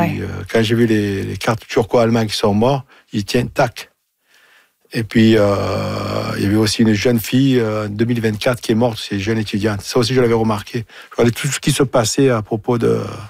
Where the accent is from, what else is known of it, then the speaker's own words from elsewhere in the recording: Marseille, Provence-Alpes-Côte d'Azur, France; Avec mon accent, je suis à mon de Marseille, bien sûr.